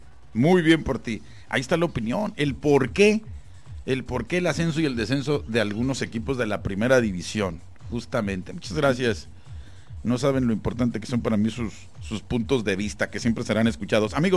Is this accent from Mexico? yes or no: yes; Mexico